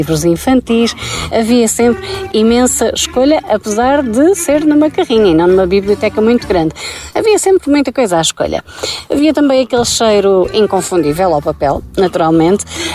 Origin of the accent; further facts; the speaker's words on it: Portugal; No meu caso, no caso da minha terra, era uma carrinha da Gulbenkian, assim, alaranjada.